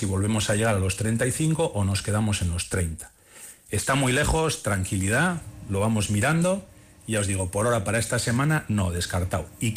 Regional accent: Basque Country, Spain; Cuando digo nos, me refiero como habitante de la península ibérica, ¿de acuerdo? Sí, no como vasco.

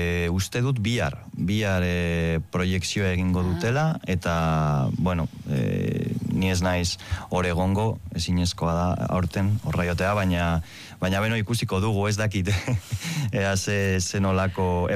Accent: Algorta, Basque Country, Spain; Ni Algortakoa naiz eta ez neunkan loturarik horrelako errealitatearekin

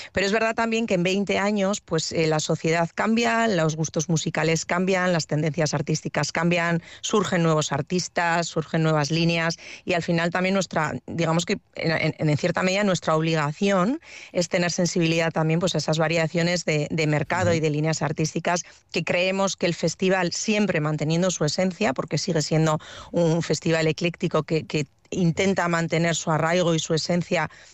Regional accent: Basque Country, Spain; A nosotros en Euskadi pues no nos llama la atención porque somos de aquí, somos vascos y aquí llueve

